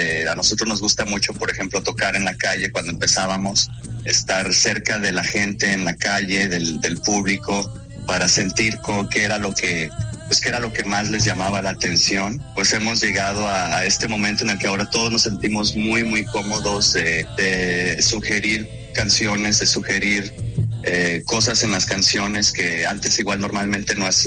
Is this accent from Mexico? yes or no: yes; Mexico; now in Canada; soy el único mexicano en la banda